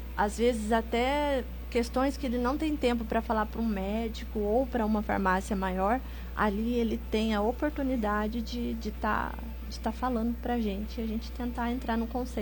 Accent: Campos do Jordão, São Paulo, Brazil; moved away as an adult; now in Pindamonhangaba, Brazil; a gente viesse morar para Pinda, né, que nós somos de Campos do Jordão.

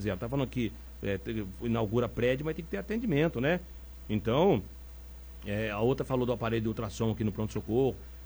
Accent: Pindamonhangaba, São Paulo, Brazil; Eu sou nascido e criado em Pinda

